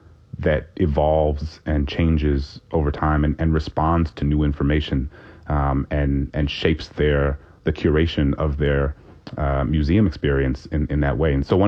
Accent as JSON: {"language": "English", "town": "New Orleans", "region": "Louisiana", "country": "United States", "tie": "born or raised there", "said": "these Confederate statues in my hometown of New Orleans, come down in May of 2017."}